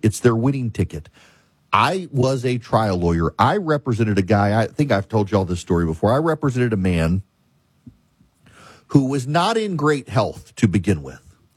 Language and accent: English; Louisiana, United States